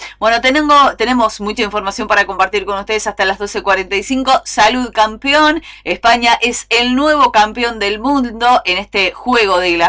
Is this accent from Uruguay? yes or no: yes; Uruguay; los uruguayos aprovechamos y nos consolamos un poquito